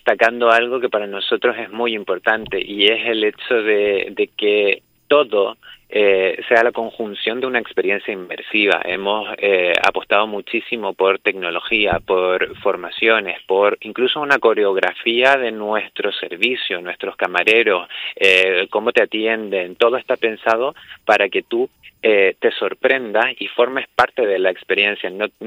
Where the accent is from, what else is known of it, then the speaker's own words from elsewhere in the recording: Canary Islands, Spain; el mestizaje que nos define a nosotros como canarios.